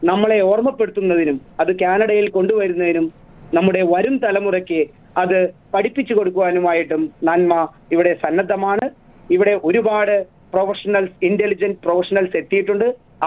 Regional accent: Kerala, India; ഞാൻ എറണാകുളം ജില്ലയിൽ നിന്നാണ് ഇവിടേക്ക് വന്നത്.

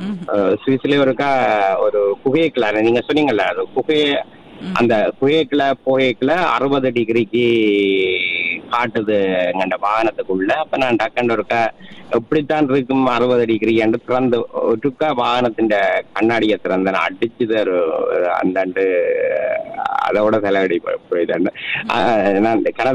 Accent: Central Province, Sri Lanka; born there; moved away; Dickoya state, டிக்கோயாவில இன்கரிய state, அதுலதான் நான் பிறந்தேன்.

